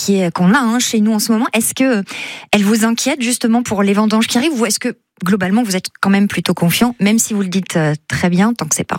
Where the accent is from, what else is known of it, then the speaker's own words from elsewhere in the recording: Bourgogne-Franche-Comté, France; chez nous en Bourgogne